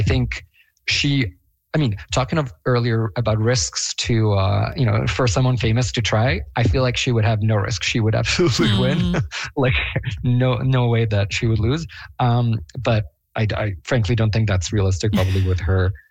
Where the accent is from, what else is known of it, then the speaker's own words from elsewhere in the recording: Bosnia & Herzegovina; moved away; So I was born and raised in Bosnia-Herzegovina.